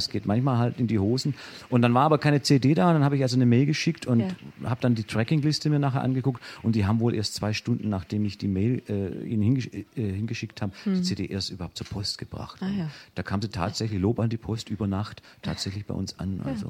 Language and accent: German; Ludwigsburg, Baden-Württemberg, Germany; Ja, wir sind ja aus Ludwigsburg bei Stuttgart und wir planen natürlich schon, also ich habe schon einige Veranstalter angeschrieben, vor allem für nächstes Jahr bei uns in der Gegend